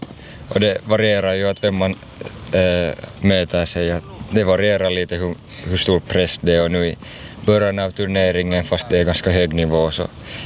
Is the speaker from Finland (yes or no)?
yes; Turku, Southwest Finland, Finland; jag är Åbobo, jag är 18 års gammal.